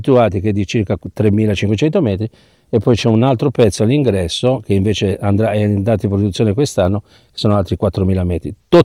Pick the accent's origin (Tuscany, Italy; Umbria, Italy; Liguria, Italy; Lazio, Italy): Liguria, Italy; Genoa; ci aggiungo anche da genovese